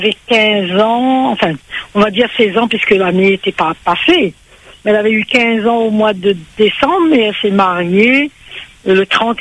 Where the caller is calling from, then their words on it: Sainte-Anne, Réunion; Moi, j'habite à Sainte-Anne et eux, ils habitent au Moufia.